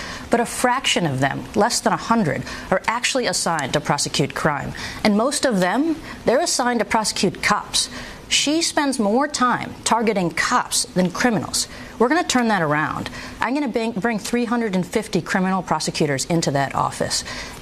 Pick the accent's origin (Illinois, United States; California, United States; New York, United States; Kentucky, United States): New York, United States; born there; I was born in New York. I love this place. I want to see it thrive.